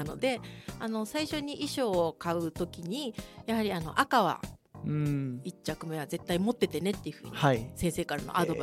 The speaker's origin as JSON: {"language": "Japanese", "town": "Nago", "region": "Okinawa", "country": "Japan", "tie": "born or raised there", "said": "私も先ほどちょっと説明した通りもともと地元名護出身なので、"}